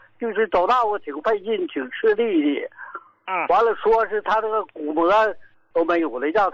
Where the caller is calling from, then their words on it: Qinhuangdao, Hebei, China; 我老爸和我们都是秦皇岛的人士。